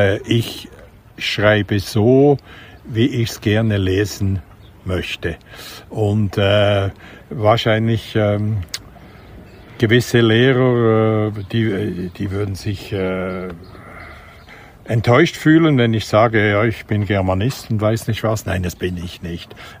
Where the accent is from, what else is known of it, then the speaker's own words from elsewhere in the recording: Bern, Switzerland; Und da bist du ertappt als Berner.